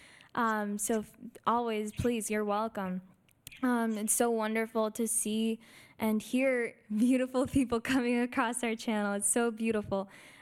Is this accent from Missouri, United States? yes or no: no; Florida, United States